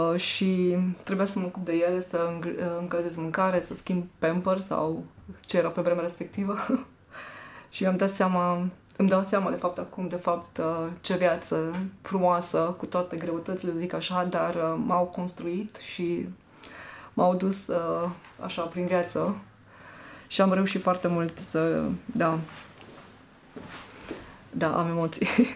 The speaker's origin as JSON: {"language": "Romanian", "town": "Cluj-Napoca", "region": "Cluj County", "country": "Romania", "tie": "born or raised there", "moved": "as an adult", "lives_now": "Germany", "said": "sunt clujeancă. Am copilărit, am crescut, am locuit până la vârsta de 36 de ani în Cluj, în cartierul Grigorescu, care se află pe malul Someșului. E un cartier foarte frumos. Provin într-o familie simplă, părinții mei muncitori"}